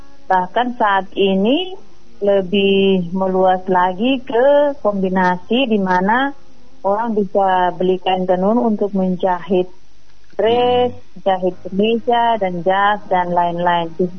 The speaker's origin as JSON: {"language": "Indonesian", "area": "Belu", "region": "East Nusa Tenggara", "country": "Indonesia", "said": "Kalau kami orang Belu, khususnya orang Kemak"}